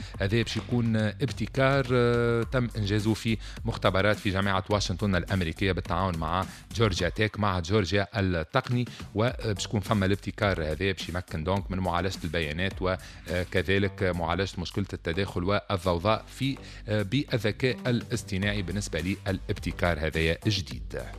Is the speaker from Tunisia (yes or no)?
yes; Tunisia; منتخبنا الوطني التونسي